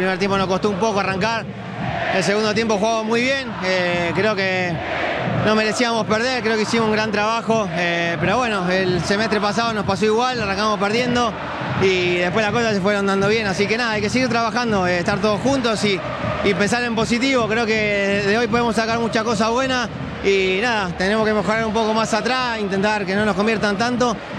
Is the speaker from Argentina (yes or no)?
yes; Argentina; como argentino me gustaría que siga.